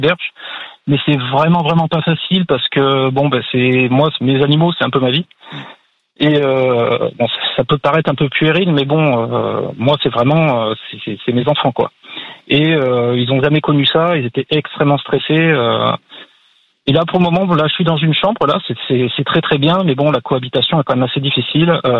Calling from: Audenge, Nouvelle-Aquitaine, France; J'habite à Audenge, ouais. Parce que j'ai fait construire à Audenge

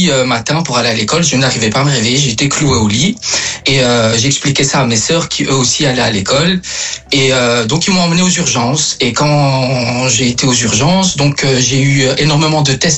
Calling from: Brussels, Brussels-Capital Region, Belgium; Alors, je suis de Bruxelles.

